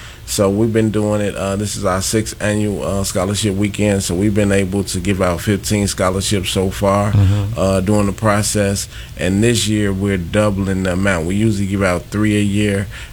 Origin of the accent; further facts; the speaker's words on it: Chicago, Illinois, United States; Yeah, I'm born and raised in Chicago in the Washington Heights area.